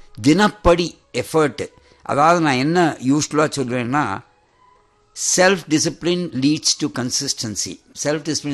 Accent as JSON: {"language": "Tamil", "town": "Tiruchirappalli", "region": "Tamil Nadu", "country": "India", "tie": "born there", "also_born_or_lived": "Palakkad district, Kerala (ancestral)", "said": "திருச்சியில் ஸ்கூலிங் படித்தேன்"}